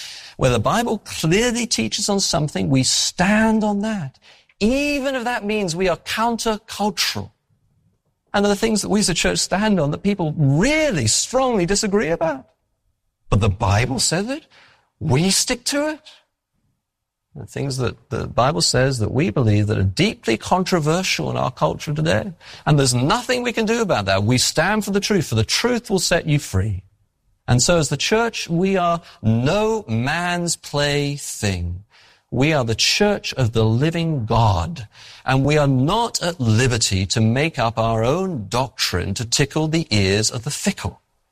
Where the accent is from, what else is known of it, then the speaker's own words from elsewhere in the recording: England, United Kingdom; moved away as an adult; now in New England, United States; No, I'm English.